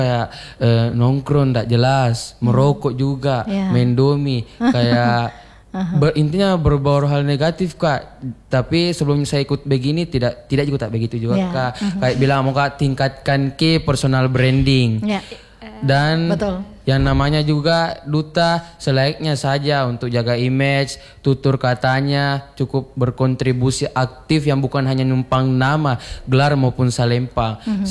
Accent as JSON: {"language": "Indonesian", "region": "South Sulawesi", "country": "Indonesia", "said": "di daerah saya Kak, Kabupaten Maros"}